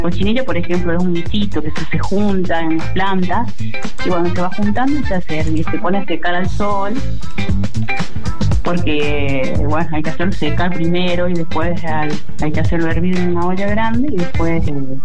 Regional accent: Laguna Blanca, Catamarca, Argentina; Sí, bueno, yo soy del puerto de Laguna Blanca, que corresponde al departamento Belén, que sería cerca de la Puna de Antofagasta.

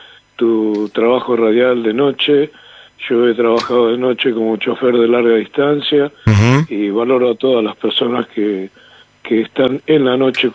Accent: Valentín Alsina, Buenos Aires Province, Argentina; now in Gerli, Argentina; Yo soy oriundo de Valentín Alsina, pero ahora estoy jubilado, vivo solo en Gerli, que pertenece a Lanús.

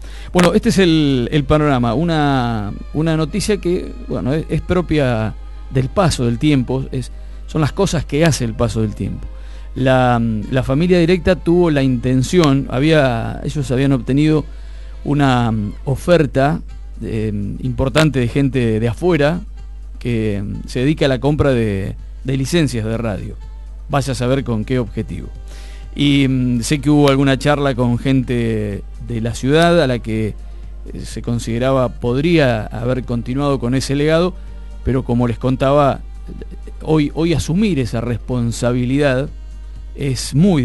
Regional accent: Argentina

